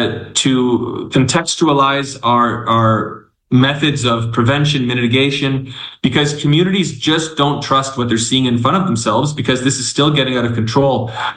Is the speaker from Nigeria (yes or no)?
no; Canada; now in Democratic Republic of the Congo; I'm a Canadian. In the DRC.